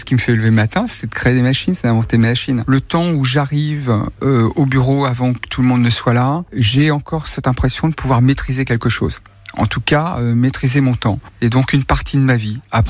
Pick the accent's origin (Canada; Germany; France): France; Centre-Val de Loire; Je suis originaire du Loir-et-Cher.